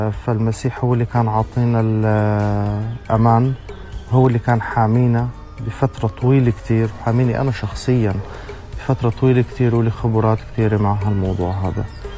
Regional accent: Syria; now in Europe; أنا سوري، أقيم حاليا في أوروبا

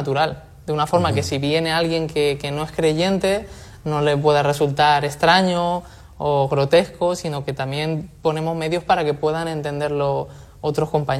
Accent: Castilla-La Mancha, Spain; moved away; yo soy manchego, vengo de la Universidad de Ciudad Real

